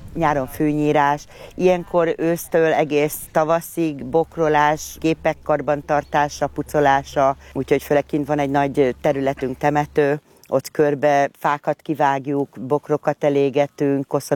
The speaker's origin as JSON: {"language": "Hungarian", "town": "Piskó", "region": "Baranya", "country": "Hungary", "tie": "born or raised there", "said": "itt nőttem föl."}